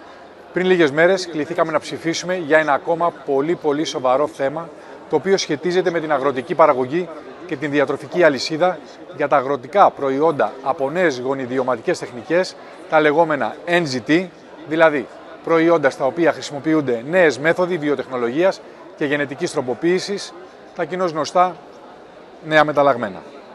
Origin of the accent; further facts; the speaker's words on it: Greece; Ειδικά η πατρίδα μου, αυτός ο ευλογημένος τόπος